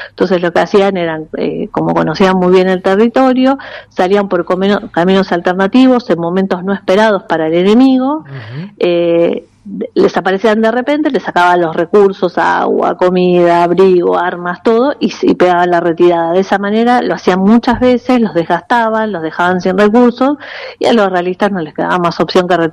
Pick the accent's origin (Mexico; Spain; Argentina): Argentina; Buenos Aires; moved away as an adult; now in Salta, Argentina; Yo soy porteña.